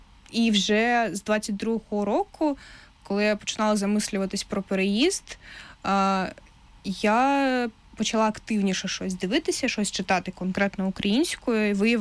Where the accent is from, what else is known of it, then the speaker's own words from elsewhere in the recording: Crimea, Ukraine; moved away as an adult; Ну, я не росіянка, мені там нема в мені такого, і я приїхала сюди в Україну, і, напевно, коли я приїхала, якась частина мене повернулася до мене. Ну що, все, я тут, якщо все життя я жила в Криму